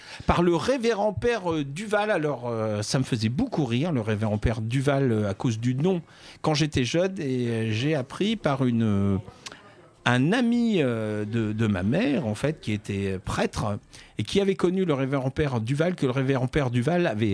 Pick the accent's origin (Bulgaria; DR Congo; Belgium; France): France; Grand Est; En tout cas, nous sommes du même monde, puisque nous sommes du Grand Est.